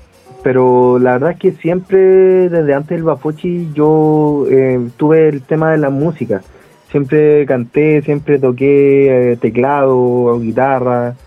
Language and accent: Spanish; Paine, Santiago Metropolitan Region, Chile; Yo soy de la comuna de Paine.